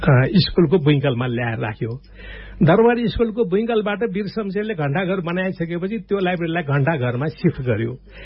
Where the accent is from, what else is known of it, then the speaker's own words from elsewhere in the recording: Bagmati, Nepal; मेरो घर रामेछाप हो